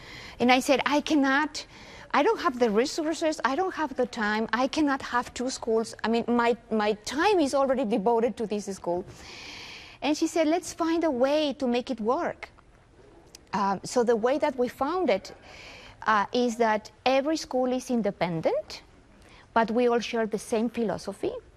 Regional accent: Nuevo León, Mexico; It's a program with the government of the state of Nuevo León in my home country, which is Mexico.

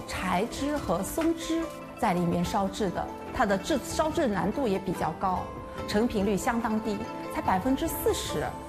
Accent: Yixing, Jiangsu, China; 土生土长的宜兴丁蜀镇人。

